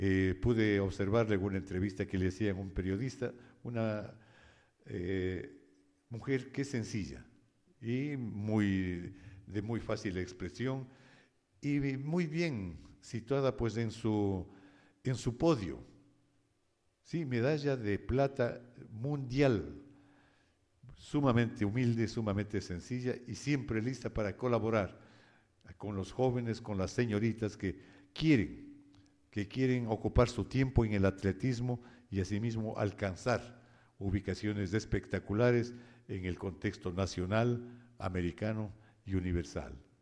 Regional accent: Ecuador; Noticias que nos enorgullecen como ecuatorianos.

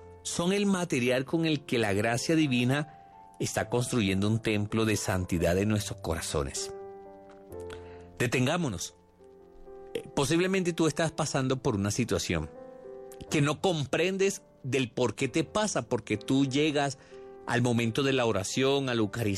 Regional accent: Colombia; yo como colombiano

